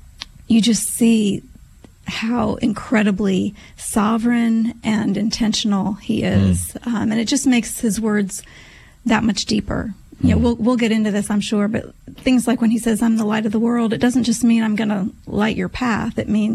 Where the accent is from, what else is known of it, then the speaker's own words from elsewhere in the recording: Midwest, United States; also born or lived in New York City, United States / Wisconsin, United States / Illinois, United States / Iowa, United States; I was born in New York City and then ended up spending most of my upbringing in the Midwest, Wisconsin, Illinois, and Iowa.